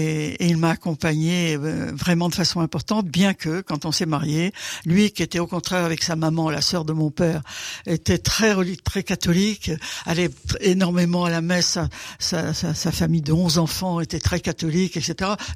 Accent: Centre-Val de Loire, France; born there

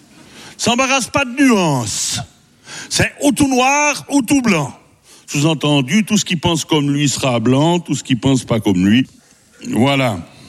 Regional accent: Switzerland; je suis suisse hein, quand même, toujours un peu prudent quand même.

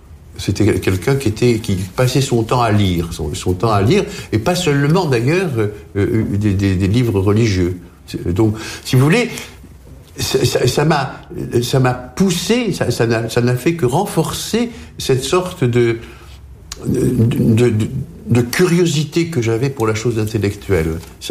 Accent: Algeria; born there; first language Arabic; French is a second language; quand on est arrivé en Algérie, la solitude était encore plus grande, puisque nous arrivions dans un milieu dont nous ne connaissions rien. Le français n'était pas notre langue, nous ne savions rien. L'arabe algérien n'était pas l'arabe que nous parlions

